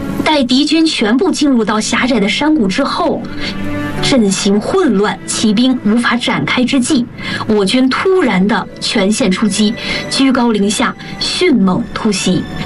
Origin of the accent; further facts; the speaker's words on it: China; 我们中国人